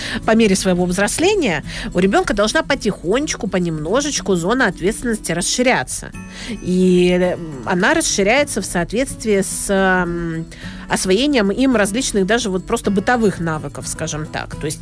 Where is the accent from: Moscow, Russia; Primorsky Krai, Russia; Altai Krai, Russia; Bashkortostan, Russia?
Primorsky Krai, Russia; Vladivostok; я запросто вижу, как это могло даже вот произойти в моем родном городе Владивостоке.